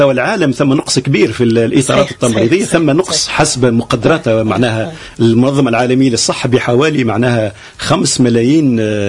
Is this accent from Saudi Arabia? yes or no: no; Tunisia; عندنا في تونس